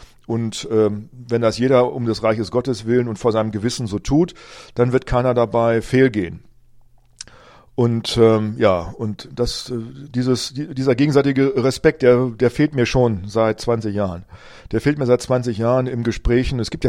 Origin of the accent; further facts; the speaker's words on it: Rinteln, Lower Saxony, Germany; ich hoffe dann auch in meiner alten Heimatgemeinde in Rinteln, dass dort die Türen aufgehen und ich reden kann und dass Leute zuhören.